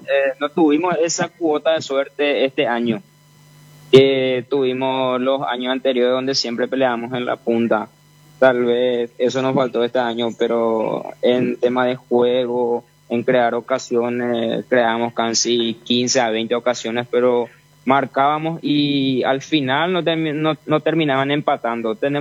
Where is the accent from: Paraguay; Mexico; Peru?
Paraguay; J. Augusto Saldívar, Central; Yo soy de J. Augusto Saldívar.